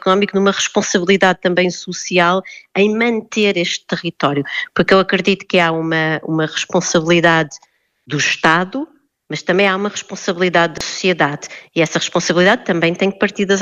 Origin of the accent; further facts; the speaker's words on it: Cantanhede, Centro, Portugal; Eu sou da região centro, da região de Coimbra, Cantanhede, e a minha família tem propriedades rurais